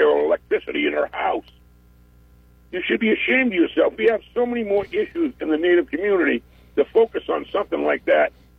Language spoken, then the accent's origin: English; New England, United States; So I came here from New England. I was a New England fan for a long time, right?